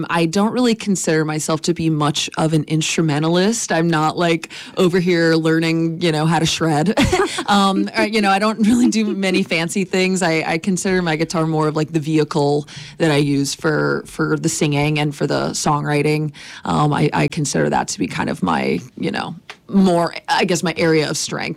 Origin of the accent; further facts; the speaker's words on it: Richmond, Virginia, United States; I grew up in the Richmond area and went to JMU as well